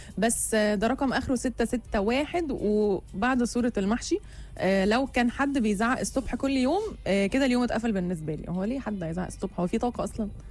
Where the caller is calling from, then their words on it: Tanta, Gharbia, Egypt; ماشي انا بتابعكم من طنطا